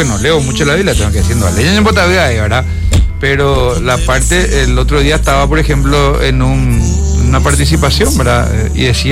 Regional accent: Luque, Central, Paraguay; los que nacimos en Luque, los que crecimos, después circunstancialmente nos fuimos de otro lado y volvimos

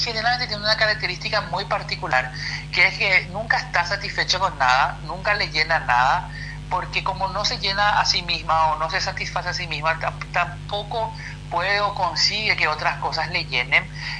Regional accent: Paraguay; nosotros como paraguayos somos muy de la cultura del sí, sí

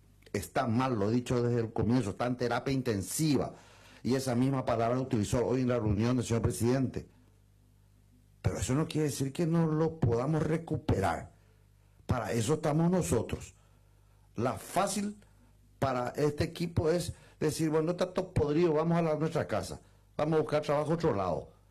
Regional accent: Paraguay

